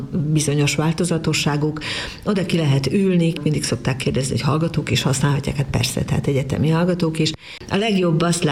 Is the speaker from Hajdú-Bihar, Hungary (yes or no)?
yes; Debrecen, Hajdú-Bihar, Hungary; Ó, igen, hát én debreceni vagyok